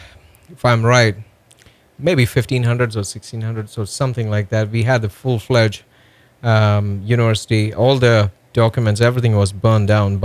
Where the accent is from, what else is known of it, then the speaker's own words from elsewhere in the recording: Kerala, India; English is a second language; moved away; I'm from the extreme down south called a beautiful place called Kerala.